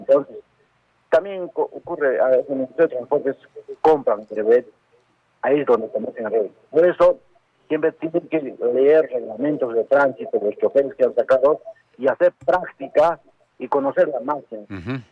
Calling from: Santo Tomás, Cusco, Peru; Yo soy pueblo de Santo Tomás.

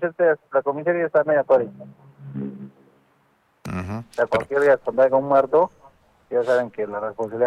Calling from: Arequipa, Peru; Le llamo de Cerro Colorado.

